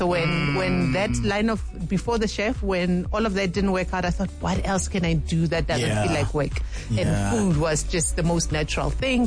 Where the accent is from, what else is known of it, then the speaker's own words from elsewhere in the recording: Soweto, Gauteng, South Africa; You know, I grew up in Soweto, so it was one of our chores.